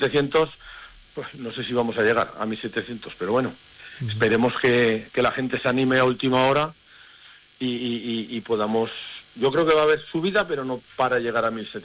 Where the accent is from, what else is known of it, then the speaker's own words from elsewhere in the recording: Teruel, Aragon, Spain; yo también soy de la provincia de Teruel, yo soy de Teruel, ¿eh?